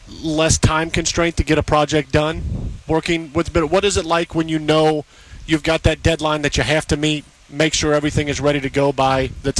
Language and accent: English; Cincinnati, Ohio, United States; Growing up in Cincinnati